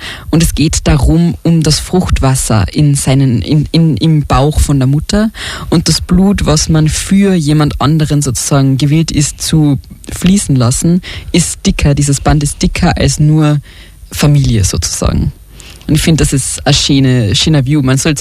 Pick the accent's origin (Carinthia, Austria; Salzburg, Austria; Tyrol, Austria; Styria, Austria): Carinthia, Austria; now in St. Pölten, Austria; Ich bin ursprünglich aus Kärnten. Ich bin ein Fake St. Pöltener